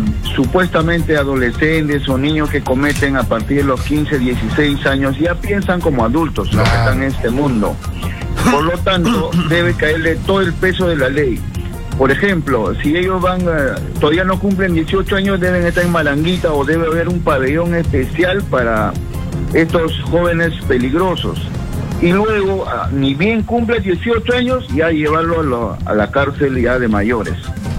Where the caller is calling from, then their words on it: Lima, Peru; de San Juan del Lurigancho.